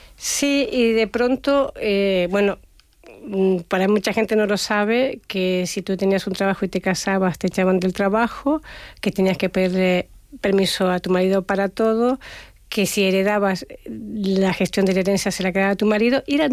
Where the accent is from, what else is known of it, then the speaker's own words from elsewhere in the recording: Argentina; y yo he vivido, yo soy argentina, en Argentina, de los años 80 o 70